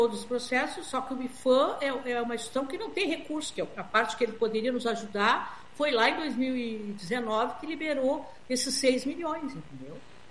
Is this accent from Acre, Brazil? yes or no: no; Rio Grande do Sul, Brazil; nós somos gaúcho forte